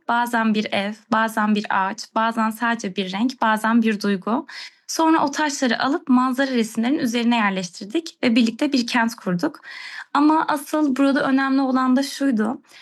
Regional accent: Antakya, Hatay, Turkey; moved away as an adult; Ben Antakyalıyım. Depremi Antakya'da yaşamış ve sonrasında zorunlu göç etmiş biriyim.

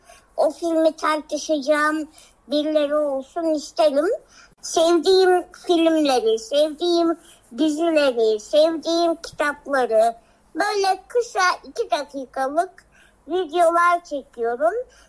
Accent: Adana, Turkey; ve bir Adanalıyım.

